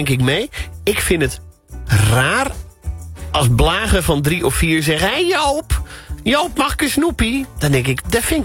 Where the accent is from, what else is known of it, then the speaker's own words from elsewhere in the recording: Friesland, Netherlands; Maar ik kom uit Friesland en daar ligt het iets anders.